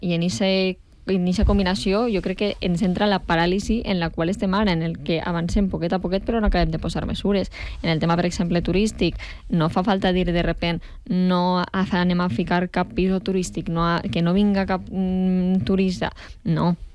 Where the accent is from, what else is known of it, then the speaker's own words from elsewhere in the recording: Castellón de la Plana, Valencian Community, Spain; en el meu poble, en Castelló